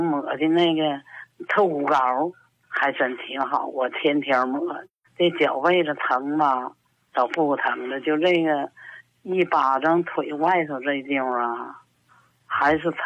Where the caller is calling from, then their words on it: Shenyang, Liaoning, China; 我是沈阳的听众。我今年79岁。